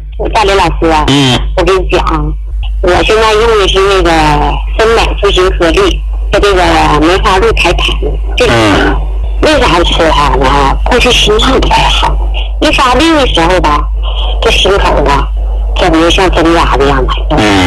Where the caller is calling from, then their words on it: Shenyang, Liaoning, China; 我是沈阳的